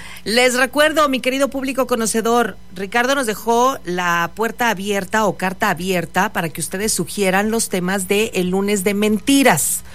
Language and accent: Spanish; Mexico; Así somos los mexicanos.